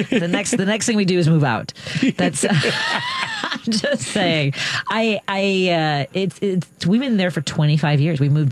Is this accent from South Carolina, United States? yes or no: no; Norwood, Illinois, United States; I grew up in Norwood, yeah. But okay. I grew up in a one bedroom apartment above what was a paint.